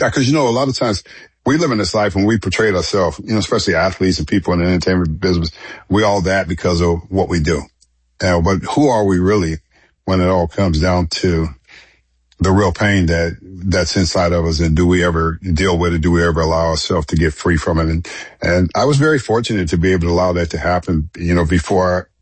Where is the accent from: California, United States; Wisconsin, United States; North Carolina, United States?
California, United States; Los Angeles; born or raised there